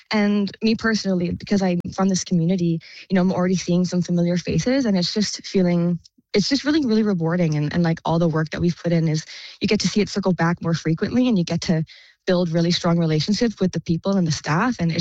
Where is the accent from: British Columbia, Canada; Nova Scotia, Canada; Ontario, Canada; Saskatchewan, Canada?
British Columbia, Canada; Cranbrook; So I'm originally from Cranbrook. I was raised here. And so I've always loved small communities.